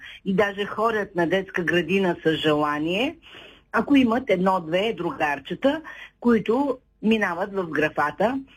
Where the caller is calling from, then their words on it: Shumen, Shumen Province, Bulgaria; Здравейте, госпожо Денева … от Шумен.